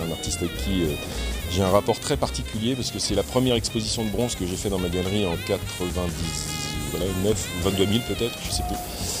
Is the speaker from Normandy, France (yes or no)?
no; Troyes, Grand Est, France; born there; je suis né à Troyes